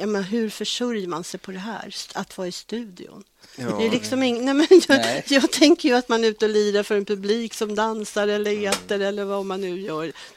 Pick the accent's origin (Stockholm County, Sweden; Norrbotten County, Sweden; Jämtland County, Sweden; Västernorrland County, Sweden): Stockholm County, Sweden; Vallentuna; Nej, men då, jag kan bara ta för Vallentuna där jag kommer ifrån.